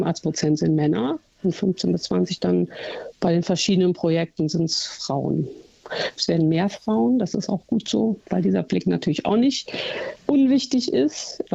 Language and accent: German; Eifel, Germany; accent: Eifel dialect; moved away as an adult; also born or lived in Marburg; now in Cologne, Germany; ich komme nun mal aus der Eifel, das lässt sich auch nicht leugnen. Das hört man vielleicht auch manchmal, wenn ich ein bisschen schneller spreche hier an meinem Dialekt.